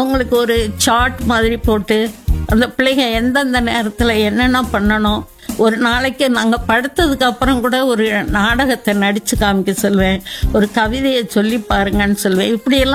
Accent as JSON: {"language": "Tamil", "town": "Madurai", "region": "Tamil Nadu", "country": "India", "tie": "born there", "said": "நான் படித்த பள்ளிக்கூடம் வந்து send Joseph's higher secondary school, அதில் தான் நான் படிச்சுட்டு இருந்தேன். சென்ட் ஜோசப்ஸ் மதுரையில் இருக்குது."}